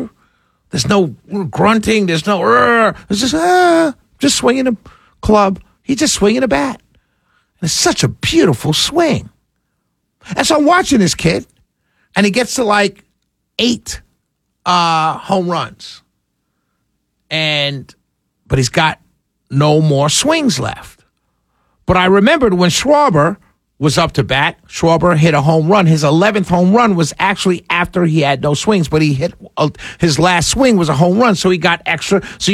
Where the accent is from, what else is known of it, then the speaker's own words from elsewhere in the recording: New York, United States; I don't like Philly fans because I'm a New Yorker.